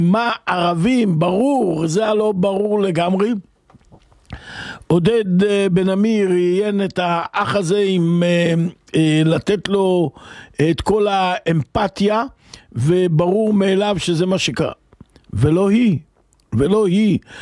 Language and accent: Hebrew; Northern Israel, Israel; אצלנו בצפון יש רמב״ם